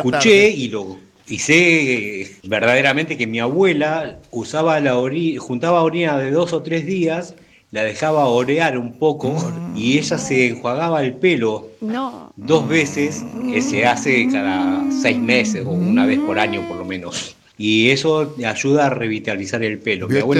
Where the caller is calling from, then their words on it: Mar del Plata, Buenos Aires Province, Argentina; de Mar del Plata.